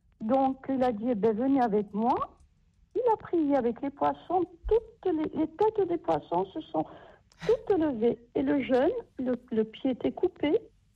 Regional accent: Corsica, France; comme on disait chez nous en Corse, à church.

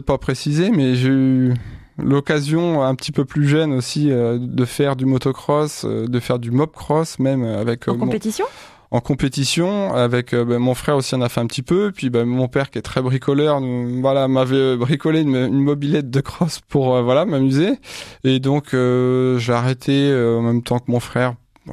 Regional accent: Chavagnes-les-Redoux, Pays de la Loire, France; Je suis originaire de Chavagnes-l'Herdoux, autour de Pouzauges, donc en Vendée, dans le bocage vendéen.

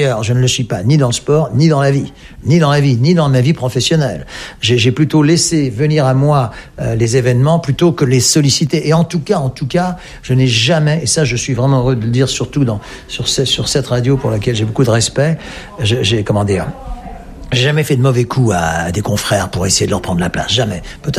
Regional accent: France; born there

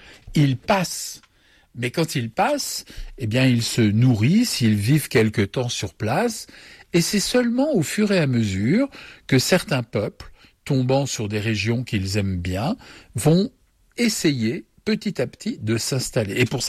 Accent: Bourgogne-Franche-Comté, France; donc de chez nous en Bourgogne

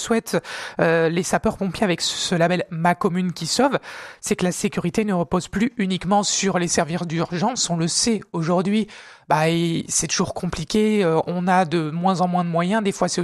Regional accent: Provence-Alpes-Côte d'Azur, France; On a pu le constater, hein, ces derniers mois, ces dernières années chez nous en Vaucluse.

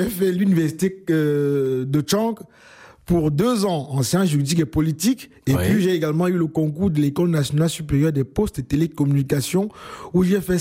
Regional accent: West, Cameroon; now in Belgium; je viens de l'Afrique, principalement du Cameroun à l'ouest, oui, au pays Bamileke, comme on nous appelle souvent.

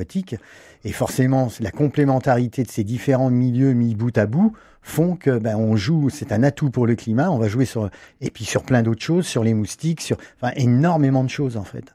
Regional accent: Brittany, France; moved away; je suis breton d'origine

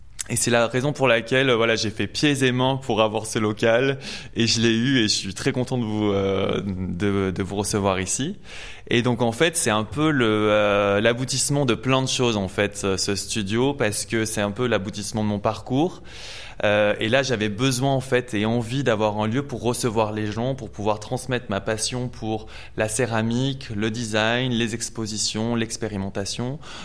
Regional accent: Annonay, Auvergne-Rhône-Alpes, France; parce que moi j'ai grandi donc en Ardèche à Annonay. Après je suis venu à Saint-Étienne

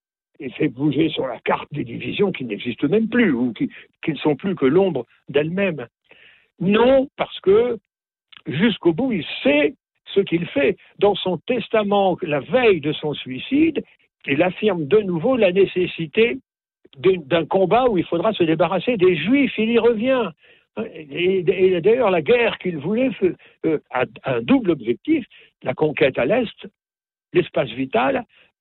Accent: Normandy, France

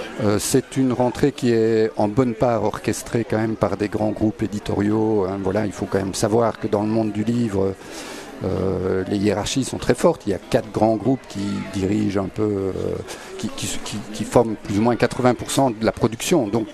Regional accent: Belgium; now in Liège, Belgium; on est à Liège, on est belge

